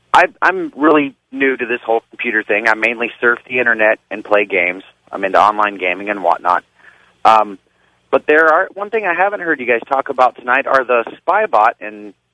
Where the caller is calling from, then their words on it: Buffalo, New York, United States; I'm actually in Buffalo, New York.